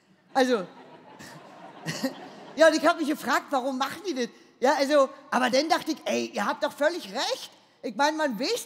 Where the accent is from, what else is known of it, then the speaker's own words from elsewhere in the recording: Berlin, Germany; accent: Berlin dialect; was ihr hier seht, ist eine der letzten überlebenden und doch vom Aussterben betroffenen gebürtigen Westberlinerinnen